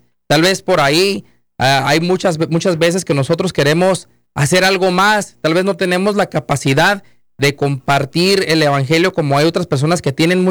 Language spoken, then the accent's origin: Spanish; Mexico; Estamos hablando de que nosotros tenemos esa herencia como mexicanos, ¿verdad?